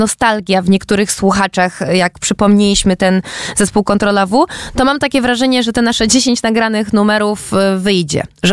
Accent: Warsaw, Masovian Voivodeship, Poland; o Warszawę się nie boję, bo jestem stąd

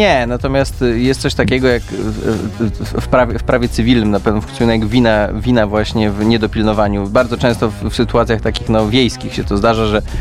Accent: Masovian Voivodeship, Poland; ja jestem dobry chłopak z Targówka.

